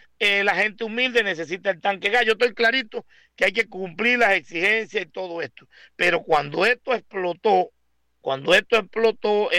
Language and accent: Spanish; Panama; yo como panameño, como ciudadano común y corriente de a pie